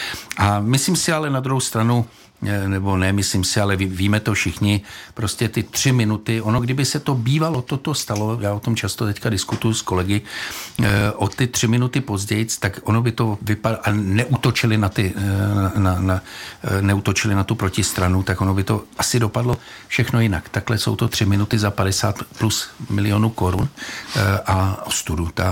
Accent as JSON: {"language": "Czech", "region": "Prague", "country": "Czechia", "said": "já tím, že jsem z Prahy 10"}